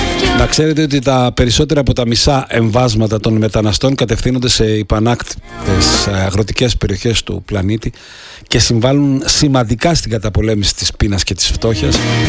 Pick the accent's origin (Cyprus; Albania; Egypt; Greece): Greece; Και εμείς πρέπει να το ξέρουμε ως Έλληνες αυτό, ε.